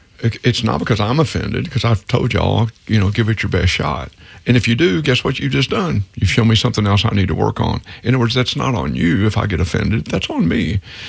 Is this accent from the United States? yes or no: yes; Texas, United States; I'm a Texan